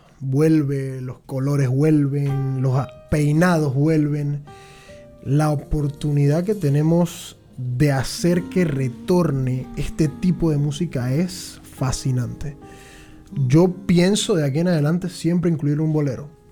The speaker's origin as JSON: {"language": "Spanish", "town": "Panama City", "region": "Panamá", "country": "Panama", "tie": "born or raised there", "also_born_or_lived": "Bocas del Toro", "moved": "yes", "said": "Yo soy oriundo y originario del barrio de Casco. Soy de San Felipe, calle Octava."}